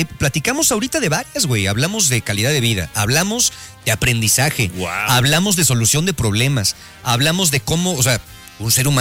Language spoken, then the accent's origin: Spanish; Yecapixtla, Morelos, Mexico; Marcianos, yo soy de Yecapixtla y en mi colonia la semana pasada sucedió un chisme de esos ruidosos